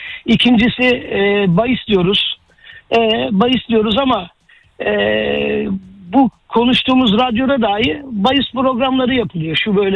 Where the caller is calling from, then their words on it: Istanbul, Turkey; İstanbul'dan katılıyorum da. Biraz nostalji yapmak istiyorum sizinle. Benim yaşım aşağı yukarı 52-53.